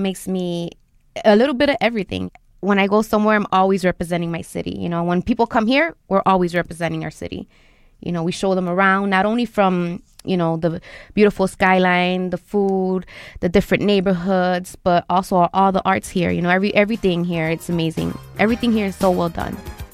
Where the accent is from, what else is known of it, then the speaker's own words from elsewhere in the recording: Chicago, Illinois, United States; Growing up in Chicago, you grow up fierce, you grow up tough, you know?